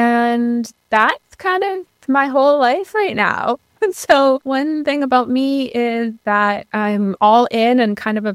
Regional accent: Saskatchewan, Canada; moved away as an adult; now in Vancouver, Canada; I'm currently living in Vancouver. I'm originally from Musqueam First Nation in Treaty 6 territory, North Central Saskatchewan. I'm Métis Cree on my mom's side and of European settler descent on my father's side.

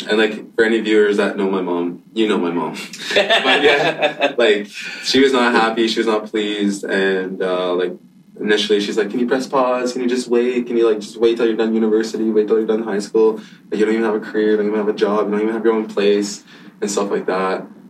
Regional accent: Saddle Lake Cree Nation, Alberta, Canada; I'm from Satellite Cree Nation. I'm 23 years old.

